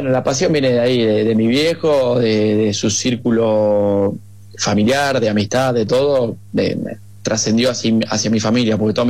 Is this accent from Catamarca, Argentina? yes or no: no; Formosa, Argentina; De chico tuve la posibilidad de poder correr en karting, muy de chiquito en Formosa.